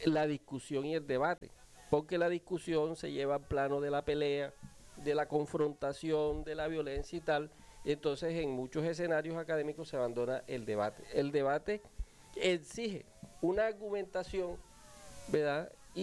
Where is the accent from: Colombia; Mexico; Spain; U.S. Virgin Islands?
Colombia; Cereté, Córdoba; salí de mi tierra, de CRT, y conocí muchos otros municipios, otros departamentos. Y regresé